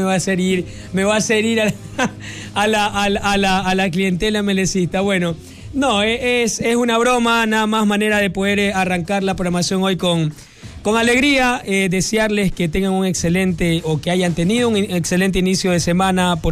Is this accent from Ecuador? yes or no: yes; Ecuador; a nuestro país, a Ecuador